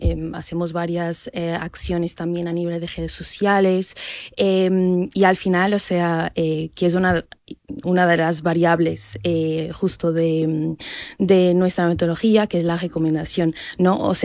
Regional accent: Portugal; Spanish is a second language; moved away; Que soy portuguesa, sí.

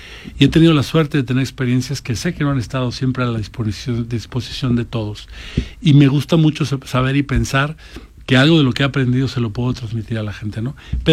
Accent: Guadalajara, Jalisco, Mexico; soy de Guadalajara.

